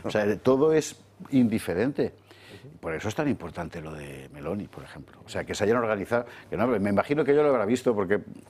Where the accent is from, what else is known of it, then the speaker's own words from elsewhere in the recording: Valencian Community, Spain; ¿qué vas a decir? Soy valenciano.